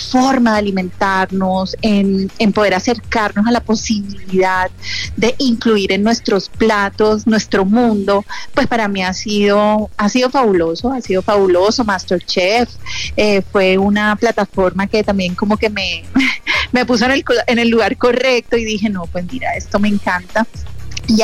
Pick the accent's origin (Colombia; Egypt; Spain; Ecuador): Colombia; Pereira, Risaralda; moved away; nos vemos en Pereira, que esa también es mi tierra, ¿viste? Así que voy así como a casa.